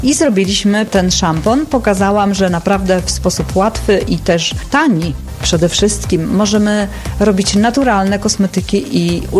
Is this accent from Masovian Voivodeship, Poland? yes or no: no; Warmian-Masurian Voivodeship, Poland; Tak, Warmia Mazury, bo ja jestem stąd